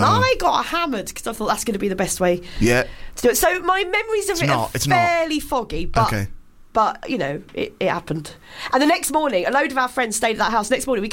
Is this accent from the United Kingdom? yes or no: yes; Maidstone, South East England, United Kingdom; I'm Maidstone too.